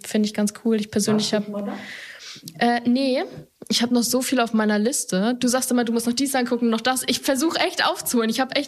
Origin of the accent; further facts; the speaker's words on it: Mölln, Schleswig-Holstein, Germany; Ich komme ja aus Mölln, da gibt es auch ein paar.